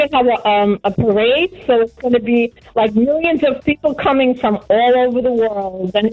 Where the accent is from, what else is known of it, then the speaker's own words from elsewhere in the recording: Queens, New York, United States; I'm from Queens.